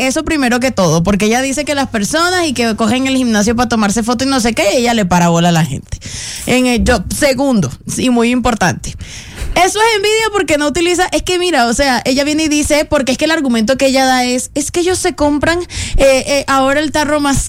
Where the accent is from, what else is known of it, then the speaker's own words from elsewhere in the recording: Ceres, Argentina; Cuando yo estaba de vacaciones en el pueblo donde yo soy, Ceres de Córdoba